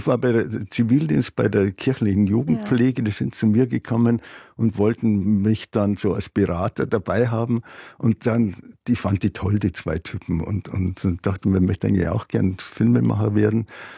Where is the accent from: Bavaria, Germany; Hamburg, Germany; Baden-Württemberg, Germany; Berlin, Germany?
Bavaria, Germany; Bad Feilenbach; born there; Bad Feilenbach heißt es seit neuem, seit ein paar Jahren. Früher hieß es Feilenbach. Das ist ein Kaff, würde ich jetzt nicht sagen, aber so ein kleiner Ort halt am Fuße des Mendelstein.